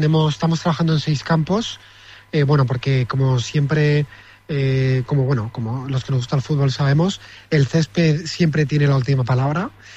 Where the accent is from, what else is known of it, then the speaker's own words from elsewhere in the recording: Valencia, Valencian Community, Spain; Yo soy de Valencia, pero por la organización de este campeonato y otros motivos paso bastante tiempo en esta tierra